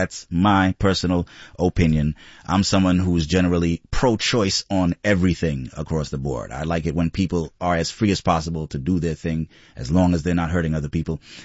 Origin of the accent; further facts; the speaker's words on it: Montreal, Quebec, Canada; I am an Anglo-Quebecer. I grew up here in Montreal as an Anglo-Quebecer